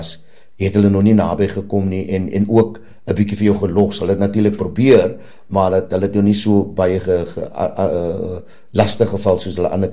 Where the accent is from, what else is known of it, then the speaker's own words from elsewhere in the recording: Cape Town, Western Cape, South Africa; ek het in Steenberg groot geword, ek het langs in een van die grootste gangs leaders geblei.